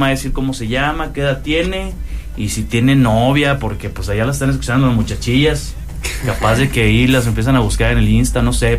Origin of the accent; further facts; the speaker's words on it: Saltillo, Coahuila, Mexico; como decimos aquí en Saltillo